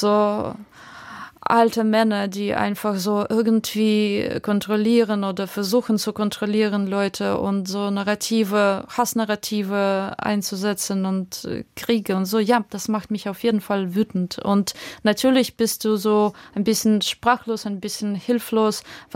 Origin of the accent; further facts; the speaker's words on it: Ukraine; also ich als Ukrainerin, ja, ich habe meinen Schmerz